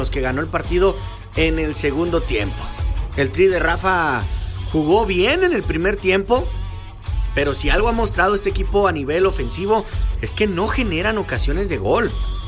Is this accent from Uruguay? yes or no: no; Mexico; somos todos los mexicanos